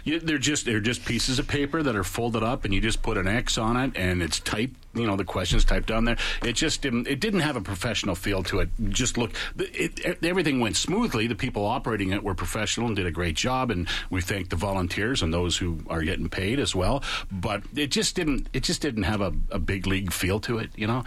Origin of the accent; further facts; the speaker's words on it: Alberta, Canada; I'm proud to be an Albertan. I love living in Alberta and living in Edmonton, but I feel I'm a Canadian first.